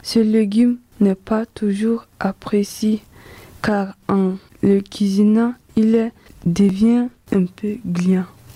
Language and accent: French; Chad; j'ai 14 ans, je viens du Tchad.